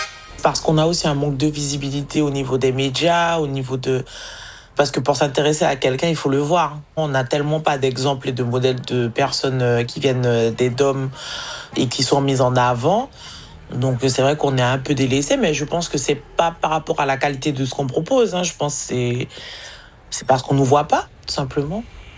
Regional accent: France; chez moi, aux Antilles-Guyane, on a nos codes, on a un stand-up qui est très théâtralisé

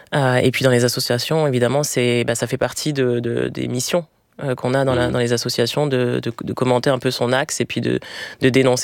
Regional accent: Villiers-le-Bel, Île-de-France, France; also born or lived in Clamart; Je suis née à Clamart, mais j'ai grandi à Villers-le-Bel. Puis après, oui, pas mal de déménagement un peu partout en Île-de-France avec un point de chute dans le 77.

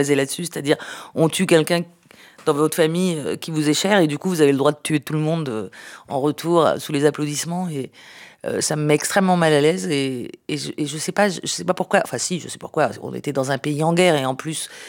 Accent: Sarcelles, Île-de-France, France; born there; J'étais choquée, scandalisée qu'on puisse parler de mon village natal ainsi.

